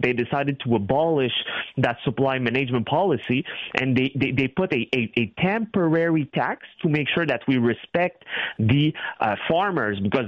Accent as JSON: {"language": "English", "country": "Canada"}